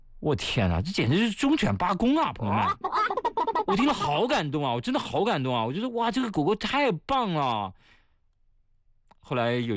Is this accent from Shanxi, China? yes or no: yes; Shanxi, China; born there; moved away; 我那次回山西老家